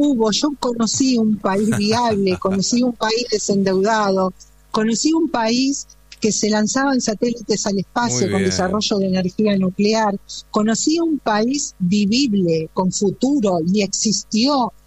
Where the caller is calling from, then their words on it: Avellaneda, Buenos Aires Province, Argentina; Yo vivo en Avellaneda. Vivo en Avellaneda Centro, sí, así es.